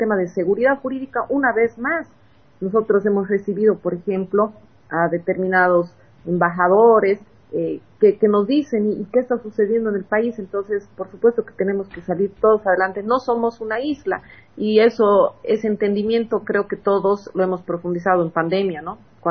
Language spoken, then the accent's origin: Spanish; Tarija, Bolivia; Y tenemos 11 municipios, además con una diversidad. Tenemos altiplano y Chaco.